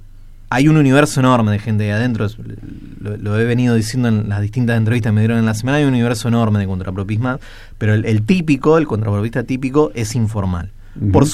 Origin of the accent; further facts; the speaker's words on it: Argentina; somos argentinos